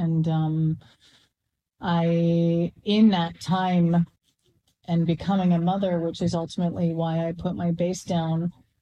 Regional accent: Canada; born or raised there

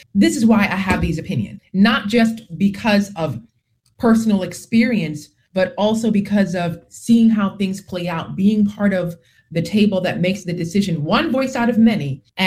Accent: Brownsville, New York, United States; I didn't grow up with a silver spoon. I grew up in Brownsville, right? With the most of the time with a single mother.

